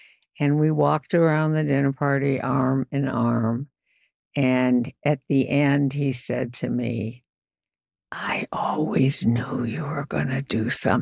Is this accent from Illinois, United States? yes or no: yes; Chicago, Illinois, United States; And I grew up in Chicago at five.